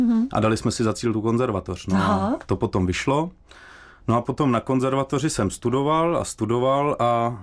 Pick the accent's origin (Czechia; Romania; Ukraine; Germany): Czechia; Rokytnice nad Jizerou, Liberec Region; šli jsme před Vánoci kolem kostela v Rokytnici nad Jizerou v Krkonoších, odkud pocházím, s rodiči